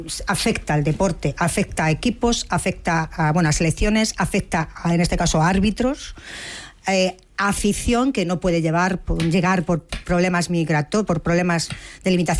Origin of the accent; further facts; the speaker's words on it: Spain; yo a él también le trasladé pues todo mi apoyo, no solamente como ministra, sino como española, como forofa del fútbol y de nuestra selección.